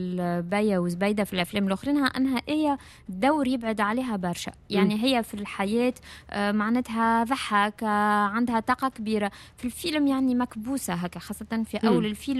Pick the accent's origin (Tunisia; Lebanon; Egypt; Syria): Tunisia